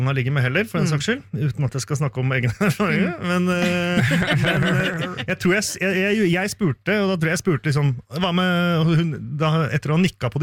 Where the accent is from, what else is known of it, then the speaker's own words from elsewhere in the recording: Bærum, Akershus, Norway; og i tillegg kommer jeg fra Bærum da, som ikke denne Sørlandsperlen er så glad i.